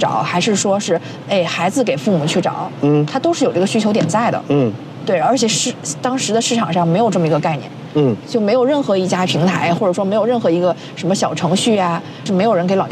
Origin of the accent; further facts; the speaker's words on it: Beijing, China; 毕竟我自己土生土长的北京人，也30多年在北京了